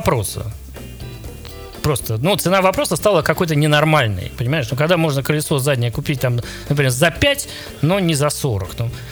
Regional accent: Saint Petersburg, Russia; Слушай, во-первых, я ленинградец, да. Я очень люблю наш город.

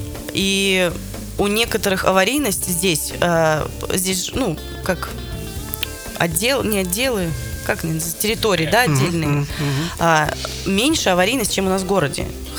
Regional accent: Yurga, Kemerovo Oblast, Russia; Я, конечно, с Кузбасса, но наш город находится на пересечении трех областей. Это Новосибирская область, Томская и Кемеровская. Я в городе, в Кемеровской области. Город Юрга такой.

